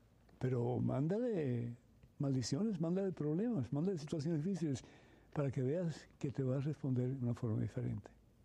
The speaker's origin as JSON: {"language": "Spanish", "country": "Cuba", "moved": "yes"}